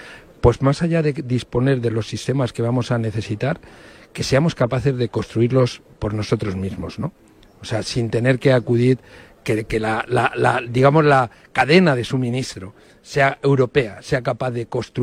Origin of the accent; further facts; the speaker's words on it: Spain; intentando aportar ese valor que nos permita, como españoles, poder acceder a contratos